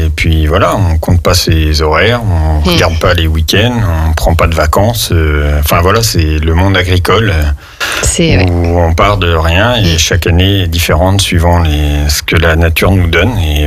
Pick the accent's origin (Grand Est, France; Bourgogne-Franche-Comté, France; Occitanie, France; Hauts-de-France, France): Bourgogne-Franche-Comté, France; now in Savoie, France; moi je suis de Bourgogne, je me suis installé en Savoie